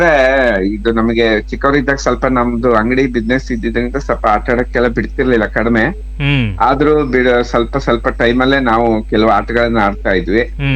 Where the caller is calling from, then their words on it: Shivamogga, Karnataka, India; Vidyanagar, Shivamogga.